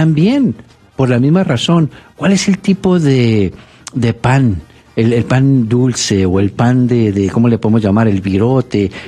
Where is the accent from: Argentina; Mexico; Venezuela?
Mexico; moved away; tengo la oportunidad de ir a mi pueblo, por allá a México